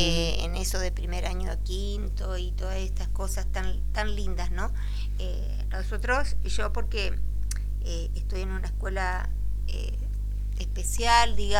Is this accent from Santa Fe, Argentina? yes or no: yes; Reconquista, Santa Fe, Argentina; En nuestra historia de Reconquista, en nuestra historia de los barrios, siempre dije que voy a escribir de mi barrio, porque realmente es algo apasionante, de donde yo nací, crié